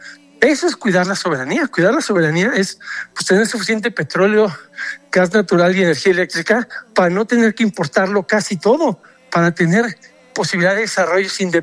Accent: Mexico

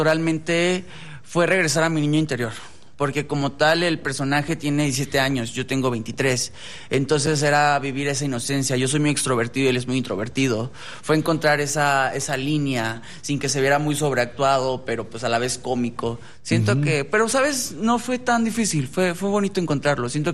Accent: Los Cabos, Baja California Sur, Mexico; Mi familia es de Los Cabos, yo soy de allá de Los Cabos.

